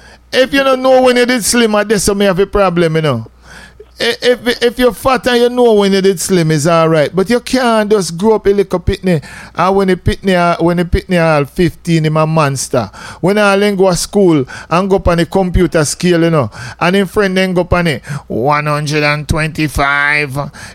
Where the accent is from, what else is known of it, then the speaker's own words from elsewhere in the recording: Jamaica; I come from Jamaica.